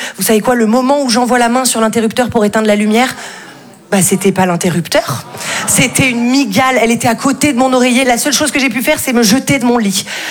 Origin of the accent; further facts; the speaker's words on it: Val-de-Blore, Provence-Alpes-Côte d'Azur, France; c'est vrai que là d'où je viens, c'était assez compliqué les trajets en ambulance, parce que moi je viens d'un tout petit village qui s'appelle Val-de-Blore. Connaissez ? Non, évidemment. Personne ne connaît Val-de-Blore. C'est minuscule, c'est sublime